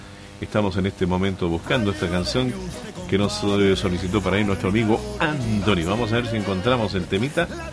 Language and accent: Spanish; Chile